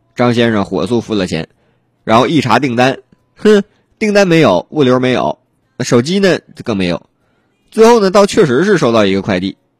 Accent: Dalian, Liaoning, China; now in Changsha, China; 九月份正是我们老家的好时候。9月1号啊，大连开海

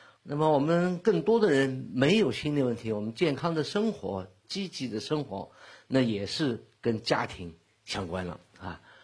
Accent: China; 就是我们中国人对家庭的看法啊，对人性的看法

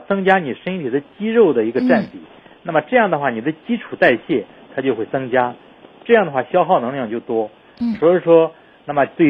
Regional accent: China; 我们中国人晚上吃的最丰盛啊

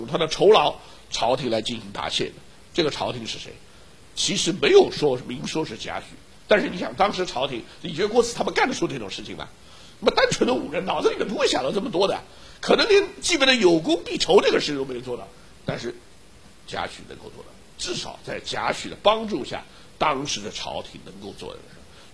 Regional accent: China; 我们中国人最讲究什么，大义名分，

